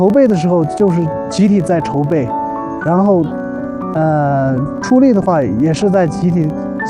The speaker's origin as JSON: {"language": "Chinese", "country": "China", "tie": "born or raised there", "said": "我们家乡也有了很大的变化。地还是这个地，草坪还是这个草坪"}